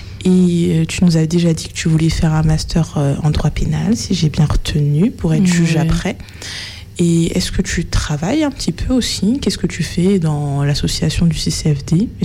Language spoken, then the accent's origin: French; Martinique; Je suis martiniquaise